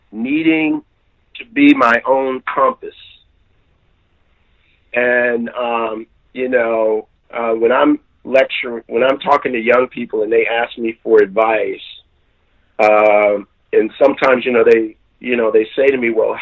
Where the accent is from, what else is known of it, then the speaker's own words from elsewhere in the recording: United States; I'm an American.